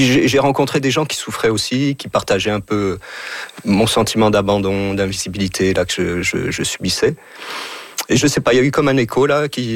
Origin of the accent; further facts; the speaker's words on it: France; Je suis arrivé hier de France.